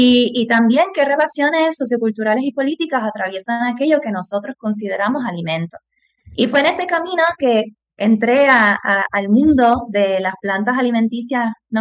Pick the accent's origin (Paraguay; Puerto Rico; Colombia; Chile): Puerto Rico; Humacao; moved away as an adult; now in Argentina; yo soy de Humacao, pero actualmente, como bien menciona Roxana, estoy viviendo en Argentina